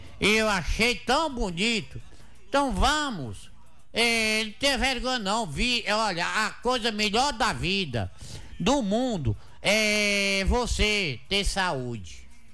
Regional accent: Ipu, Ceará, Brazil; born there; Só eu que nasci na maternidade, de 7 meses. Nasci numa cidadezinha de Ipu, no Ceará, Ipu.

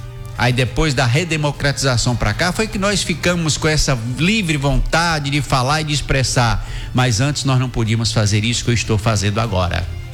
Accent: Brazil; nós somos brasileiros, que nós somos nato filho dessa terra

